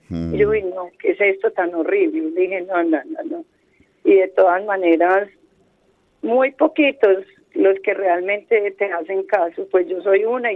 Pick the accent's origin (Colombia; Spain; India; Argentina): Colombia; Medellín, Antioquia; yo fui criada en Manrique, yo ahora vivo en Prado Centro